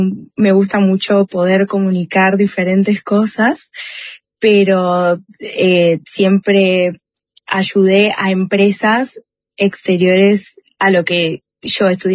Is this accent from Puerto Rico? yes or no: no; Córdoba, Argentina; now in United States; papá es de Guinea Ecuatorial, que es un país en África. Mi mamá es de Córdoba. Yo nací y crecí en Córdoba.